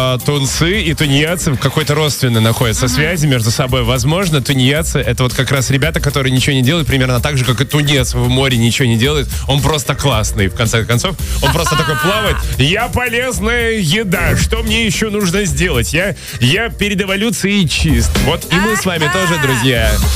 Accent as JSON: {"language": "Russian", "town": "Ventspils", "region": "Kurzeme", "country": "Latvia"}